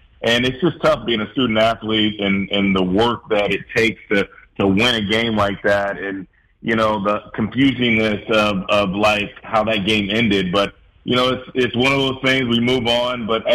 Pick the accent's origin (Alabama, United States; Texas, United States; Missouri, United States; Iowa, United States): Texas, United States; The Woodlands; I think I grew up in the Woodlands, Texas, north of Houston.